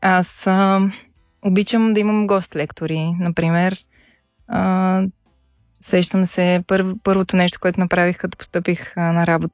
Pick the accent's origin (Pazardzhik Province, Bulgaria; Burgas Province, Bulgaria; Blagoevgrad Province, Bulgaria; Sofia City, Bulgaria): Blagoevgrad Province, Bulgaria; Sandanski; да, аз съм от Сандански и съм много щастлива да бъда тук.